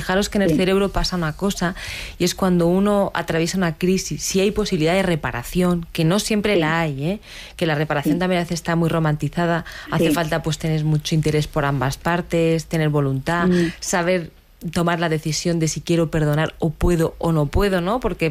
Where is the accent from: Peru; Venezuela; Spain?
Spain; Águilas, Region of Murcia; born there; Bueno, yo soy nacida en Águilas